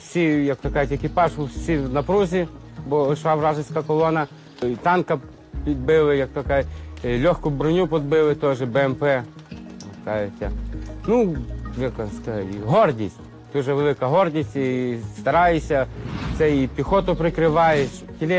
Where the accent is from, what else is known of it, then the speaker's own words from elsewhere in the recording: Rivne Oblast, Ukraine; Сам я з родом з Рівненської області.